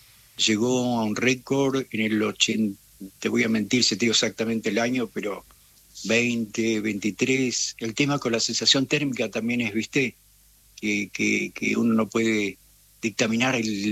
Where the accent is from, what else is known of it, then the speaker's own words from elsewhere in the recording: Río Mayo, Chubut, Argentina; Sí, puedo decir que sí. Sí, no soy nacido acá, pero toda la vida aquí en nuestro lugar